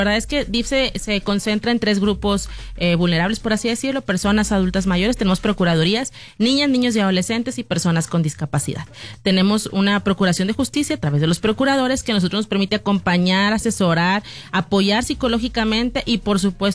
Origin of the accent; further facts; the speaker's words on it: San Nicolás de los Garza, Nuevo León, Mexico; Nicolaita también.